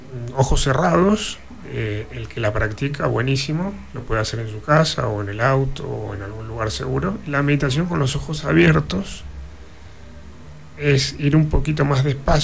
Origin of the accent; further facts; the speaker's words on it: Argentina; somos argentinos descendientes en gran parte o mayoría de europeos, españoles e italianos.